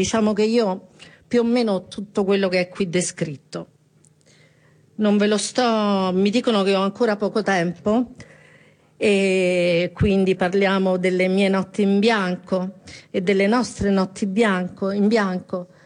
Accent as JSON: {"language": "Italian", "region": "Tuscany", "country": "Italy", "said": "però vengo dalla Toscana, mi sono fatta il viaggio."}